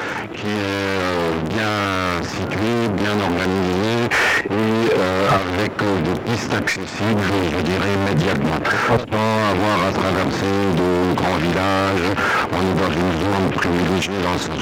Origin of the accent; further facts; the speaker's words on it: Occitanie, France; Moi, je suis de Gers.